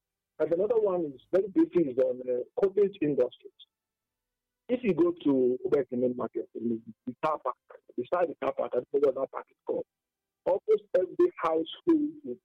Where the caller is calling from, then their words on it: India; I'm calling from India.